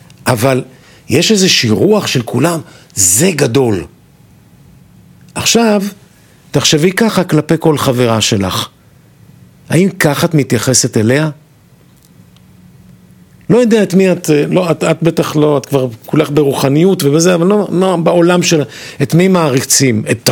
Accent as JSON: {"language": "Hebrew", "town": "Kiryat Gat", "region": "Southern District", "country": "Israel", "tie": "born or raised there", "said": "גדלתי בעירה קטנה בדרום, בקריית גת"}